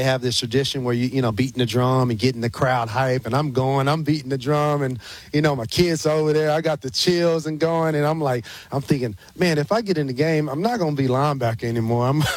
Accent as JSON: {"language": "English", "region": "Texas", "country": "United States", "tie": "born or raised there", "moved": "yes", "said": "Kansas City is like a second home for me. Born and raised in Texas"}